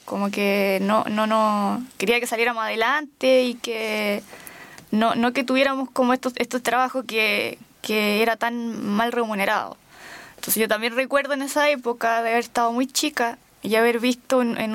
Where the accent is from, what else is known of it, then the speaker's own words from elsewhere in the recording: Rari, Maule, Chile; also born or lived in Linares; yo soy nacida y criada acá en Rari, específicamente en el sector de Rari Adentro.